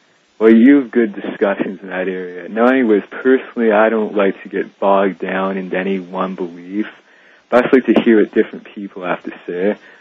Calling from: Peterborough, Ontario, Canada; I'm calling from Peterborough, which is in Ontario, just sort of near Toronto there.

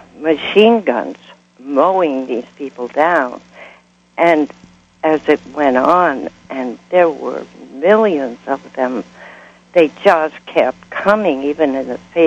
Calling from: Kansas, United States; from Northern Kansas.

